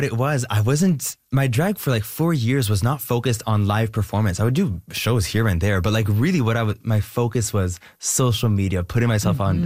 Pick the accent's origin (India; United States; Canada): Canada; and I say I'm French Canadian, we assume automatically that I'm from Quebec.